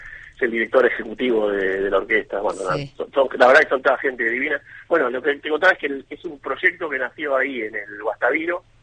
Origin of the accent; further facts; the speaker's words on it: Buenos Aires, Argentina; born there; yo soy el primero de mis hermanos que nació en Buenos Aires.